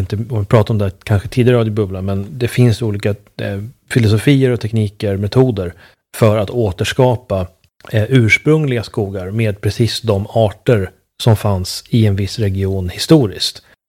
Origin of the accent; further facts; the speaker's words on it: Uppsala, Uppsala County, Sweden; från Uppsala där jag växte upp